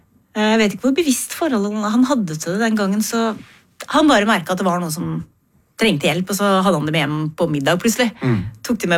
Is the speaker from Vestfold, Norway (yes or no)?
yes; Re, Vestfold, Norway; Men jeg vokste opp i Re kommune på landet utenfor Tønsberg.